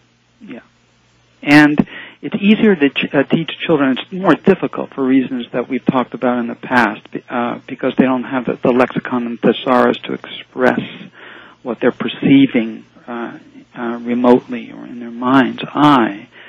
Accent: United States; America because it's my home country.

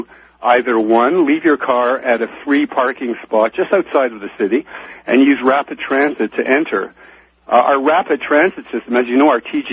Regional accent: Canada; also born or lived in New York / Los Angeles / Atlanta / London; I'm a film producer, and I'm a Canadian.

